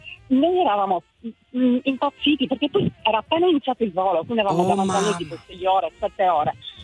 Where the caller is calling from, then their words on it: Cagliari, Sardinia, Italy; io sono da Cagliari.